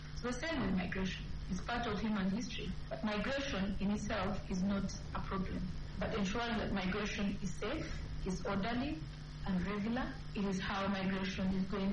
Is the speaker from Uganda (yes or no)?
yes; Uganda; now in Nigeria; I come from Uganda.